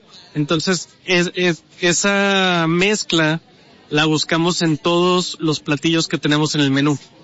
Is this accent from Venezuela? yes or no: no; Guadalajara, Jalisco, Mexico; moved away as an adult; now in Baja California, Mexico; los dos somos de Guadalajara. Con ya casi 15 años viviendo en Baja California